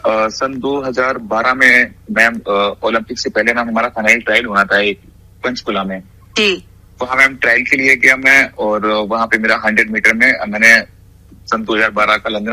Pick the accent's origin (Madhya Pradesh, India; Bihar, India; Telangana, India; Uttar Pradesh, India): Uttar Pradesh, India; Bareilly; मैं बरेली का रहने वाला हूँ